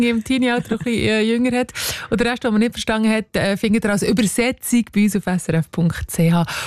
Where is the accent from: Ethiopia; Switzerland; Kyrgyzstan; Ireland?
Switzerland; unsere Dialekt in der Schweiz